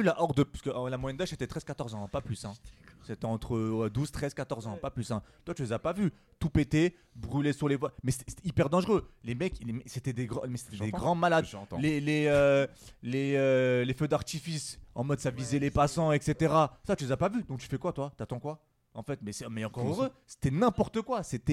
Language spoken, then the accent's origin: French; France; Mais je les supporterai parce que ça reste une équipe française et qu'on est français